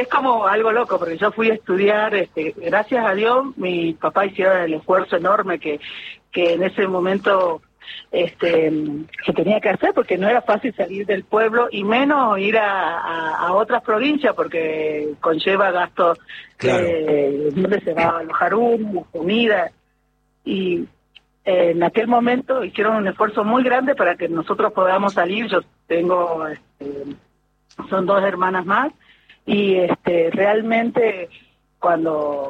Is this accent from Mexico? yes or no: no; Tilcara, Jujuy, Argentina; also born or lived in Buenos Aires / France; En realidad yo salí de Tilcara a estudiar, estuve estudiando en Buenos Aires, después hice una especialización en Francia, pero siempre volví a la tierra.